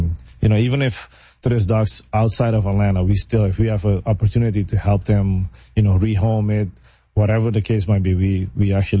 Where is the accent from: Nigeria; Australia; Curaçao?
Curaçao; moved away; Yeah, so growing up in Curacao